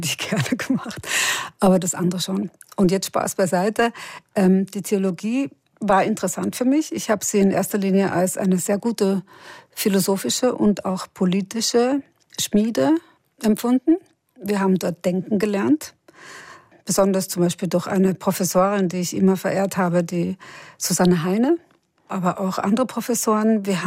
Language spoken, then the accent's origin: German; Austria; also born or lived in Germany; ich bin ein Kind, das in Deutschland geboren wurde und einen deutschen Reisepass hat, was ein großes Privileg in dieser Welt ist, wie wir wissen. Aber ich bin natürlich in Österreich aufgewachsen und ich bin natürlich eine österreichische Journalistin